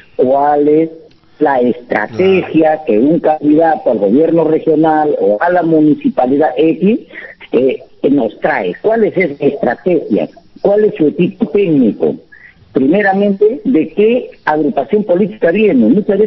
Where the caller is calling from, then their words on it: Cajaruro, Amazonas, Peru; yo soy, en realidad, soy un cajarurino, ¿no? Porque todas mis tierras están en Cajaruro, vivo en Baguagrande.